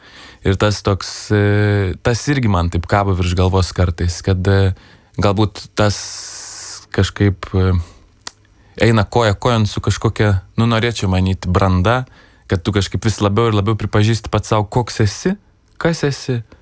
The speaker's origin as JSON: {"language": "Lithuanian", "town": "Plungė", "region": "Telšiai County", "country": "Lithuania", "said": "mes abudu esam iš Plungės"}